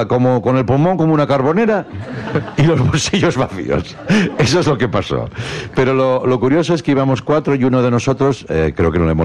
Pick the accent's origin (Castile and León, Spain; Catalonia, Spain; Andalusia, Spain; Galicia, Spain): Catalonia, Spain; yo, como buen catalán